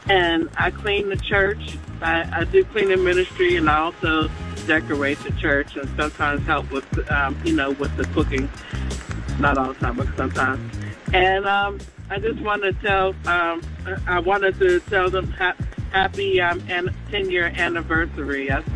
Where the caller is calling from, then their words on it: Sayville, New York, United States; I'm calling from Sayville, New York.